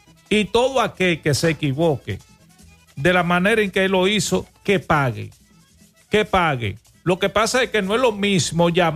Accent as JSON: {"language": "Spanish", "country": "Dominican Republic"}